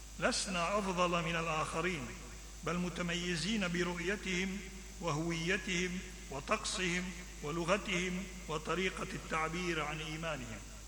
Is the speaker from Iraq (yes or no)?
yes; Iraq; قوة كنيستنا الكلدانية هي بقوة الكنائس الشقيقة الأخرى، وخاصة في الشرق وفي بلدنا العراق